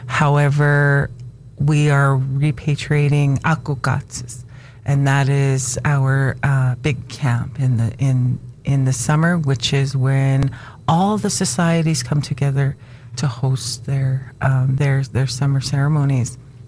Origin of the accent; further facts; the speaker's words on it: Alberta, Canada; I come from the Blackfoot Confederacy, which is derived of four Blackfoot tribes. And I come from the Beginning Nation from that tribe.